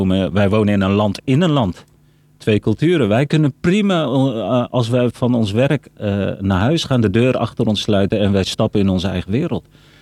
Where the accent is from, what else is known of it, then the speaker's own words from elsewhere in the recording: Netherlands; born there; Dutch is a second language; dat is echt geboren en getogen in de Molukse gemeenschap. En ik sprak pas Nederlands vanaf mijn zesde. Ik heb me jarenlang niet verbonden gevoeld met dit land.